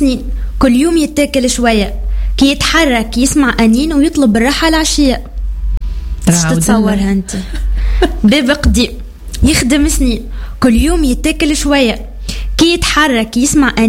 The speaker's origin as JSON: {"language": "Arabic", "country": "Tunisia", "said": "إحنا في تونس"}